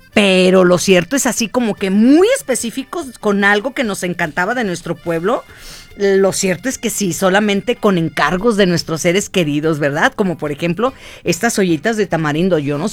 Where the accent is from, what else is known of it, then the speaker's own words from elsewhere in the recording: Mixtlán, Jalisco, Mexico; now in Utah, United States; somos de La Laja, municipio de Mixtlán, Jalisco. Y lo cierto es que ahora que vivo en Utah, cada vez que voy a Jalisco, dejo la mayoría de mi ropa y me traigo mis maletas llenas de queso.